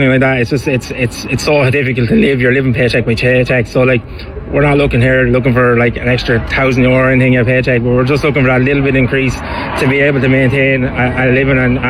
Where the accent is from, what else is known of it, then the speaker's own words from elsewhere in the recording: Wexford, County Wexford, Ireland; moved away as an adult; now in Dublin, Ireland; I'm from Wexford originally, and I've been living in Dublin since I left school at 18